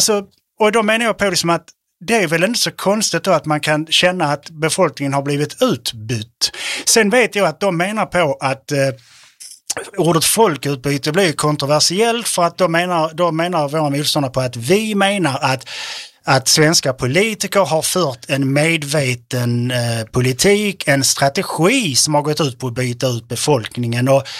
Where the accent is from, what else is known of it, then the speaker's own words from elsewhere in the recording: Malmö, Skåne, Sweden; jag är själv uppvuxen på Söderkulla.